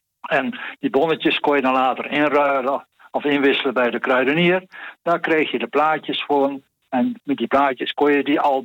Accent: Friesland, Netherlands; born there; als Fries van geboorte

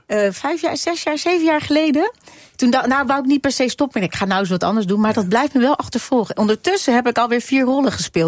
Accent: The Hague, South Holland, Netherlands; ik kom uit Den Haag en daar zat ik in het rockcircuit.

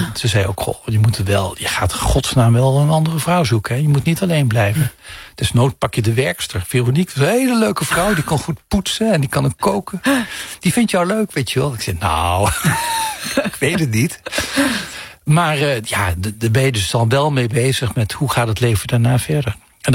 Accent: Heerlen, Limburg, Netherlands; moved away; mijn geboorteplaats Heerlen.

